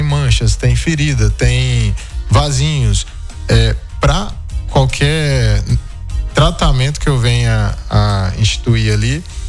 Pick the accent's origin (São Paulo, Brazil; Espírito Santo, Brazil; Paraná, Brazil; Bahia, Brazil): Bahia, Brazil; Eu sou da Bahia, a gente falou isso da última vez, né? De uma região muito fria.